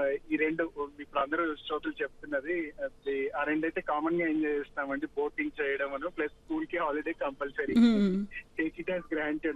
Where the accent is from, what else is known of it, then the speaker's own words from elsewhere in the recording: Medak, Telangana, India; now in Hyderabad, India; మాది మెదక్ యాక్చువల్ గా.